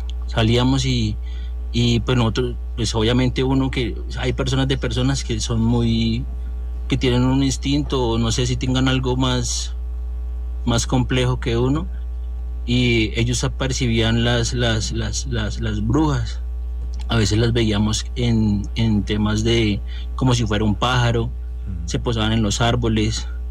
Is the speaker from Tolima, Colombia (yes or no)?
yes; Saldaña, Tolima, Colombia; now in Bogotá, Colombia; Bueno, Paul, pues yo vivo acá en Bogotá, pero hace aproximadamente 10 años y emigré del Tolima. Uh-huh. Mi pueblo es de Saldaña.